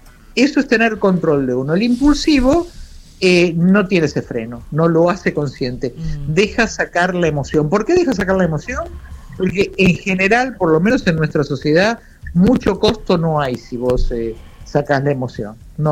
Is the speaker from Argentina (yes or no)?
yes; Buenos Aires, Argentina